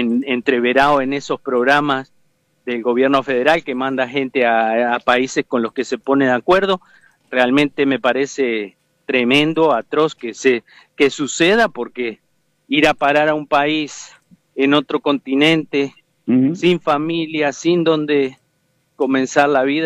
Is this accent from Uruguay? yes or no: yes; Uruguay; now in United States; seguiré yendo a visitar la familia, los amigos, mi pueblito y otras regiones lindas que tiene el Uruguay